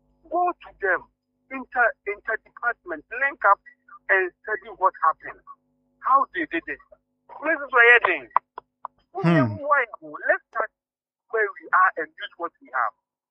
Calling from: Cape Coast, Central Region, Ghana; from Cape Coast.

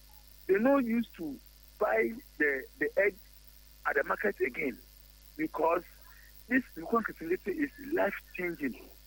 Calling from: Ghana

